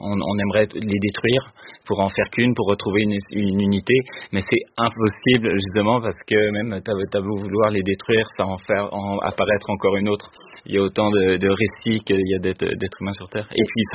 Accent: Quebec, Canada; accent: Québécois; Mais par exemple, moi qui ai grandi au Québec, quand je vais au Québec et je reprends progressivement mon accent québécois

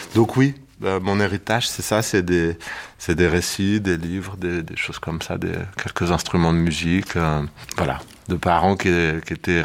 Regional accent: Ivry-sur-Seine, Île-de-France, France; Je l'ai joué à Ivry-sur-Seine, là où j'ai grandi et où j'ai fait toutes mes jeunes années, quoi, on va dire.

